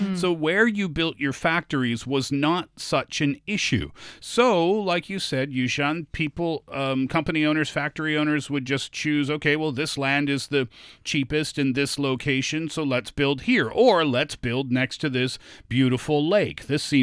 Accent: Canada; sorry, I'm Canadian.

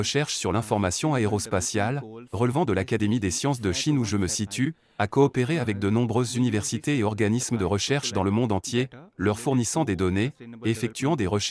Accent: Karachi, Sindh, Pakistan; now in China; je suis originaire du Pakistan.

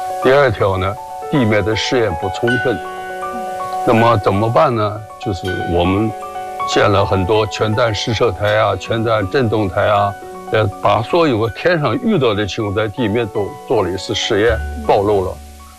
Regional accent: Dalian, Liaoning, China; 我就说到我的家乡了。我在高中时期啊，遇到什么抗美援朝，抗美援朝的志愿军的伤员呢，都是从前线坐船到了大连。

